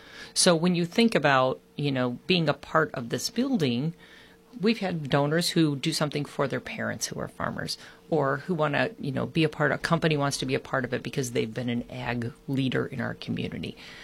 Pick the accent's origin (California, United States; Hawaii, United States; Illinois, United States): Illinois, United States; I'm from Putnam County originally